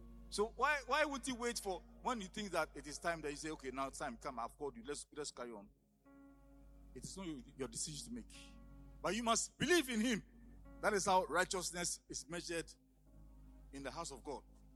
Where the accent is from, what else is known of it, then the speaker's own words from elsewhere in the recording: Etibi, Ghana; So they were bringing me from my hometown, Etibi, to Accra.